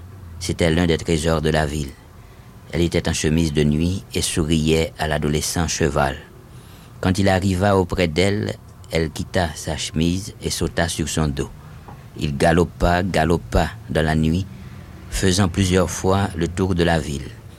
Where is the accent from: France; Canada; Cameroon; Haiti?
Haiti; moved away as an adult; l'enfance en Haïti, vous savez, se déroule habituellement, je crois que c'est encore vrai de nos jours, dans une atmosphère qui est à la fois entre le rêve et la réalité.